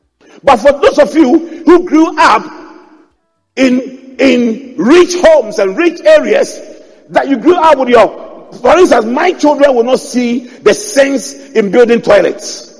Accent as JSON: {"language": "English", "town": "Adabraka", "region": "Greater Accra", "country": "Ghana", "tie": "born or raised there", "said": "But growing up in Adabraka, where most houses do not have toilets, and you wake up in the morning, and you go to the public toilets"}